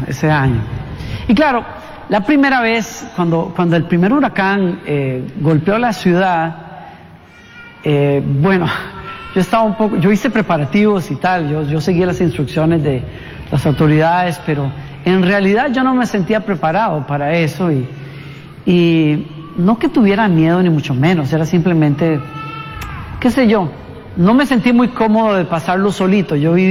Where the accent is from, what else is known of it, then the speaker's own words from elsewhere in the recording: Costa Rica; moved away as an adult; also born or lived in Orlando, Florida; now in United States; yo vengo de Costa Rica